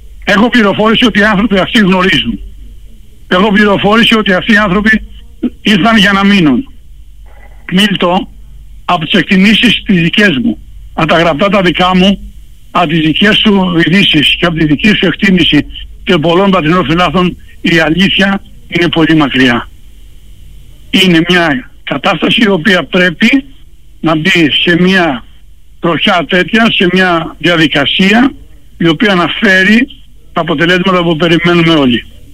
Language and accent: Greek; Patras, Western Greece, Greece; ως πατρινός, ως δημοσιογράφος και οπαδός της Παναχαϊκής